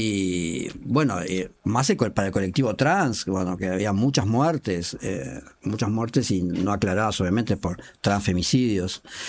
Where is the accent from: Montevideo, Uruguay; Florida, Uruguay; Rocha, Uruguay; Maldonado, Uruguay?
Montevideo, Uruguay; somos montevideanos